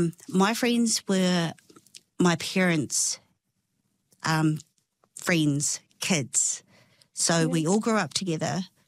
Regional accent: Christchurch, Canterbury, New Zealand; born there; also born or lived in Palmerston North; Okay, so I grew up in Palmerston North. My mum did a run with from my dad when I was two, moved just the two of us to Christchurch.

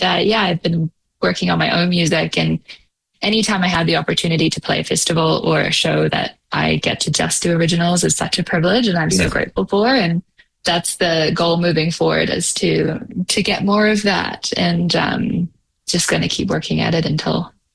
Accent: New Zealand; now in England; Yeah, so I grew up in New Zealand. Mom and dad still live there. The whole family still live in New Zealand.

